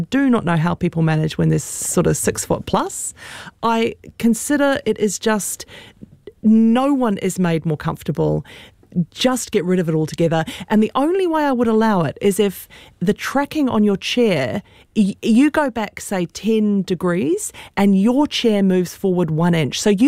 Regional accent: Christchurch, Canterbury, New Zealand; I grew up in Christchurch

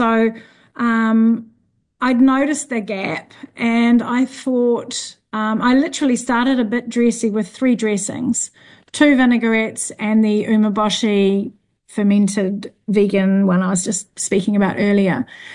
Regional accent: Bay of Islands, Northland, New Zealand; moved away as an adult; also born or lived in London; growing up in the Bay of Islands, we grew everything. We fished every day.

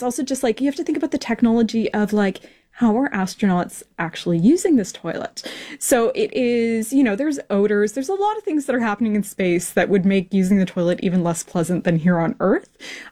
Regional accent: Canada; So I'm Canadian, and I might say that I'm going to the can.

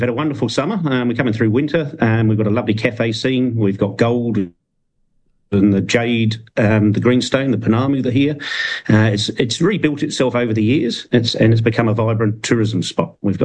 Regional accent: England, United Kingdom; now in Hokitika, New Zealand; I'm from England originally. I moved over in 1993 to Hokitika, and I've been here ever since.

